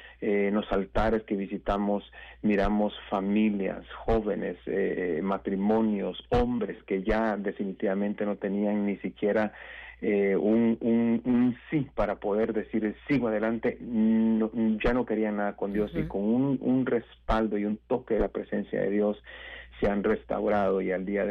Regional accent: Guatemala; Y la gente me pregunta que de dónde soy, pues afortunadamente soy guatemalteco

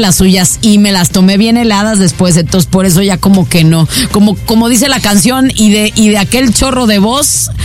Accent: Guadalajara, Jalisco, Mexico; moved away; estas tapatías que importaron desde Guadalajara, Guadalajara, Jalisco, México.

